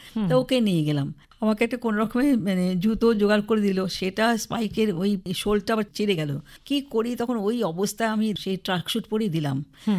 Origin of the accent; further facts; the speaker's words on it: West Bengal, India; আমরা উত্তরবঙ্গের ছেলেমেয়েরা